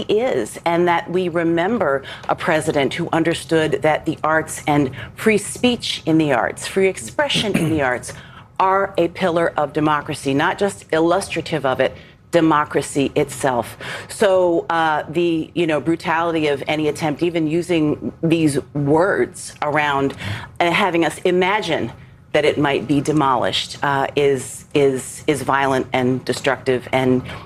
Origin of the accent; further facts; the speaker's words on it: Washington, District of Columbia, United States; Well, to contextualize, I grew up in Washington, D.C. I remember when the Kennedy Center was not there.